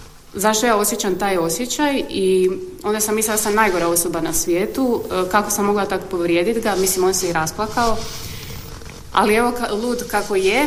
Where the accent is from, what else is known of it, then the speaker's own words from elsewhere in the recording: Federation of Bosnia and Herzegovina, Bosnia & Herzegovina; I sad idem ja tamo, to je moj rodni kraj